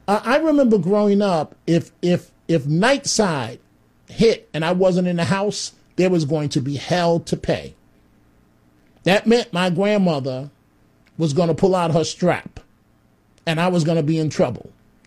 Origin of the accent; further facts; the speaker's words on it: New York City, New York, United States; I remember growing up in the Bronx, right? No father, 3 black women.